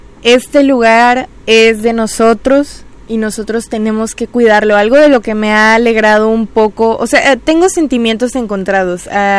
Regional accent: Mexico; nosotros mismos como mexicanos que vivimos aquí

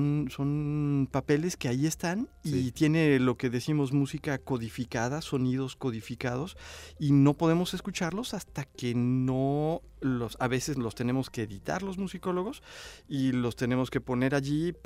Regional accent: Mexico City, Mexico; moved away as an adult; now in Xalapa, Mexico; yo fui feliz cuando gané mi plaza aquí en Jalapa. Me vine a Jalapa, yo amaba Jalapa, estudié una maestría acá, yo soy de la Ciudad de México

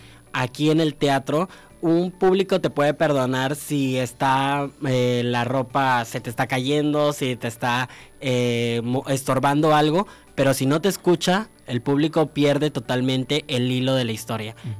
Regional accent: Cárdenas, Tabasco, Mexico; now in Villahermosa, Mexico; Soy originario de Cárdenas, entonces allá inicio mi formación como actor en la compañía La Duce.

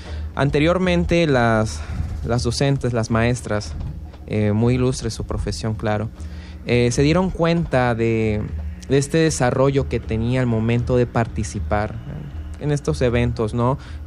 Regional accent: Villahermosa, Tabasco, Mexico; soy originario aquí de nuestra amada tierra, ¿no? Villahermosa, Tabasco.

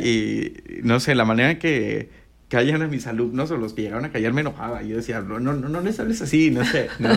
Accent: Mexico; entre nosotros como mexicanos

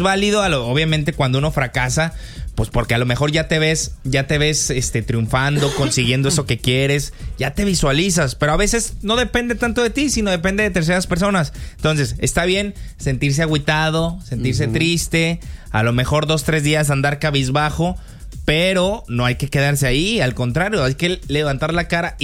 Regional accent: Mexico

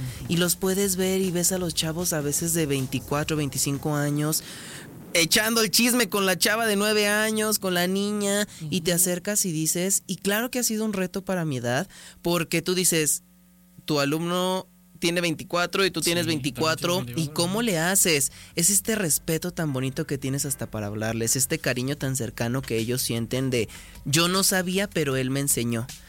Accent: Aguascalientes, Mexico; el folclórico de mi tierra, aguascalentense

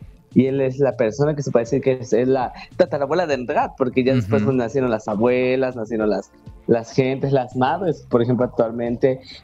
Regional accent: Mexico; Soy una mexicana que trabaja día y noche, de lunes a sábado y domingo también, de día y sol.

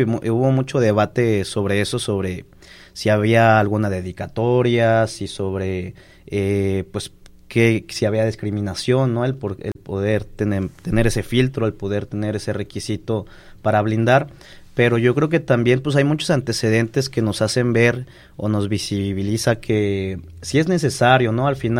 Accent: Mexico; esto hace o fortalece nuestras raíces como mexicanos, este patriotismo, este nacionalismo

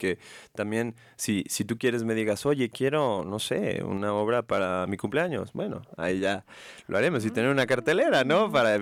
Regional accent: Zacatecas, Mexico; Todos somos de Zacatecas.

